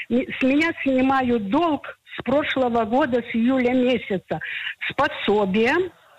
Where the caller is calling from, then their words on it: Kiryat Gat, Southern District, Israel; Я звоню с Кириат-Гата. Мне 80 лет.